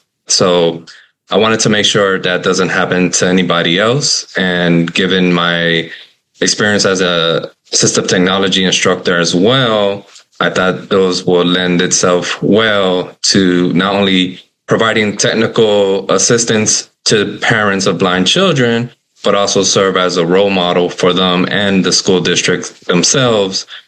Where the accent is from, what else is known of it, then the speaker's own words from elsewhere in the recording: Miami, Florida, United States; I'm from Miami, Florida.